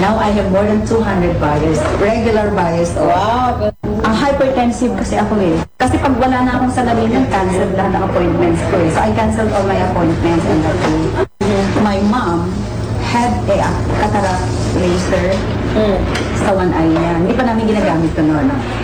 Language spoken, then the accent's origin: Tagalog; Cagayan Valley, Philippines; now in Quezon City, Philippines; I'm 62 going 63 years old. I'm from Isabela, Tubong Isabela, but I'm now based in Quezon City.